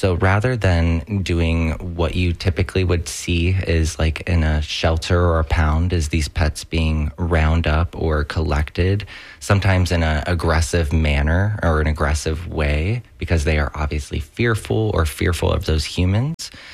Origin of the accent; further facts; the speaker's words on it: St. Petersburg, Florida, United States; now in Lutz, United States; I was raised in St. Pete, you know, and I moved back home about 2021, and I just couldn't afford to move back to St. Pete at that time.